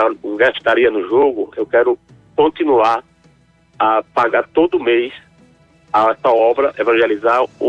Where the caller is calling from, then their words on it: Propriá, Sergipe, Brazil; Eu falo aqui da cidade de Propriá, aqui em Sergipe.